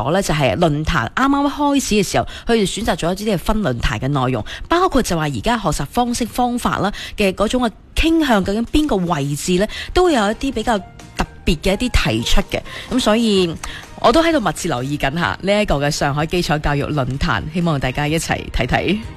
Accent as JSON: {"language": "Cantonese", "region": "Guangdong", "country": "China"}